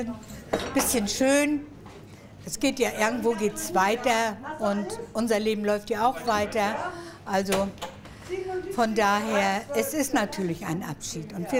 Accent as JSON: {"language": "German", "region": "Schleswig-Holstein", "country": "Germany", "tie": "born or raised there", "said": "Und ich bin ja hier geboren in dem Haus, ne? Bin hier aufgewachsen. Ich habe in Lensahn meine Lehre gemacht, war immer hier. Und ich möchte auch gar nicht irgendwo anders hin."}